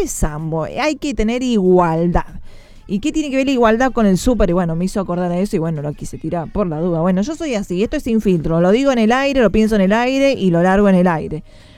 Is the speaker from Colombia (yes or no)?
no; Mendoza, Argentina; Soy mendocina, una mezcla porteña, puntana, pero el Cuarteto es lo más.